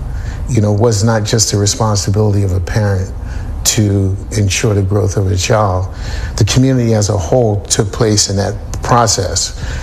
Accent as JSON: {"language": "English", "town": "Philadelphia", "region": "Pennsylvania", "country": "United States", "tie": "born or raised there", "moved": "as an adult", "said": "I grew up in North Philadelphia, primarily at 10th and Susquehanna, to be specific."}